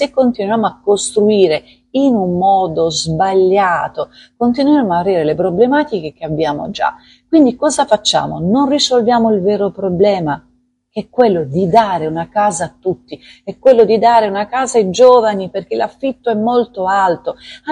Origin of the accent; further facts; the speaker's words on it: Apulia, Italy; Io che sono pugliese